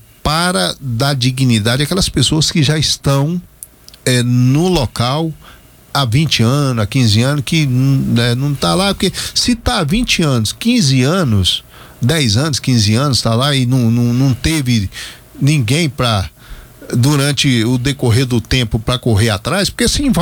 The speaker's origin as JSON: {"language": "Portuguese", "town": "Anápolis", "region": "Goiás", "country": "Brazil", "tie": "born or raised there", "said": "Sou anapolino."}